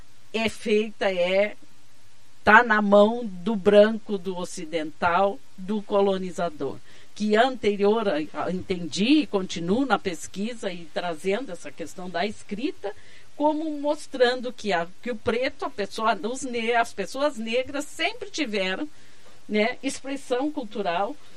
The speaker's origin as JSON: {"language": "Portuguese", "country": "Brazil", "said": "para nós, enquanto brasileiros"}